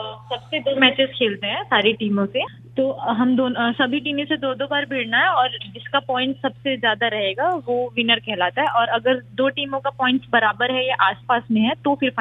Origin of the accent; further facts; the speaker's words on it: Balod, Chhattisgarh, India; मैं बालोद से हूँ और बालोद में अभी लड़कियां नहीं है फुटबॉल खेलने के लिए